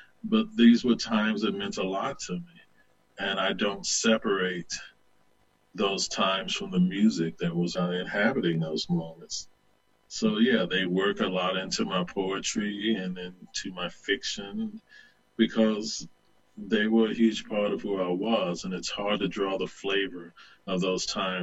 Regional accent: the South, United States; I grew up in a Bible Belt, and it's who I was. It's who I continue to be in many ways.

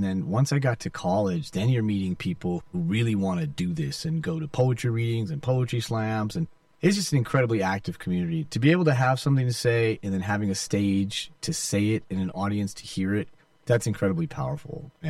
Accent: Garden Grove, California, United States; also born or lived in Virgin Islands; actually born in the Virgin Islands. My dad was a teacher, and then they shipped me home after 6 months. We grew up in Garden Grove. We called it Garbage Grove.

